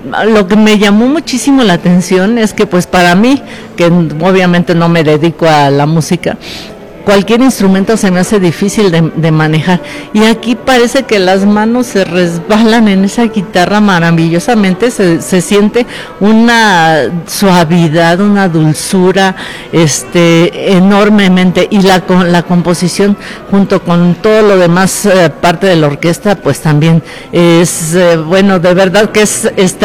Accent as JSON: {"language": "Spanish", "region": "Mexico City", "country": "Mexico", "said": "Bueno, mire, yo vengo de la Ciudad de México. Estamos acostumbrados a pensar que en la Ciudad de México hay muchísimos espectáculos"}